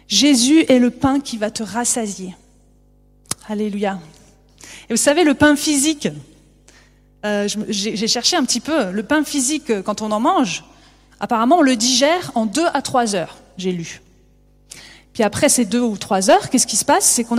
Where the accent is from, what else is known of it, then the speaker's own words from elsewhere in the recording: France; En tant que bon français